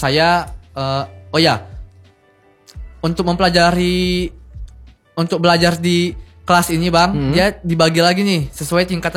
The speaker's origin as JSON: {"language": "Indonesian", "country": "Indonesia", "said": "saya kan sebagai perwakilan dari Indonesia lah bang"}